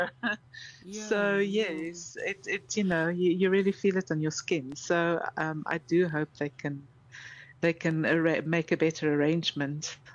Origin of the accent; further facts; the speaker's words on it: South Africa; now in Kenya; I'm also getting the same here in Kenya when I tell people I'm from South Africa